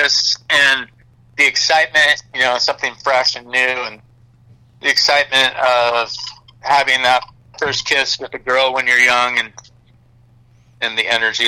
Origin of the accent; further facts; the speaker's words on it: Santa Barbara, California, United States; I lived in Santa Barbara most of my life, and I grew up on the Mesa, which is close to the ocean.